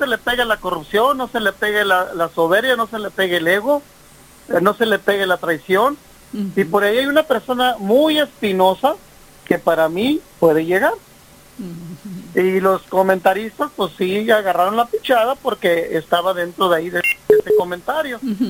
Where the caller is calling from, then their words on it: Mexico; soy ciudadano mexicano